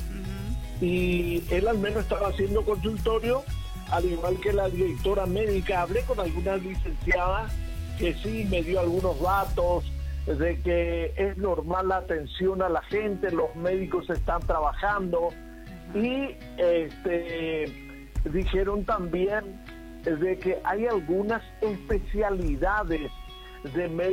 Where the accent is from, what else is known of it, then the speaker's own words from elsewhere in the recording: Argentina; now in Paraguay; yo soy argentino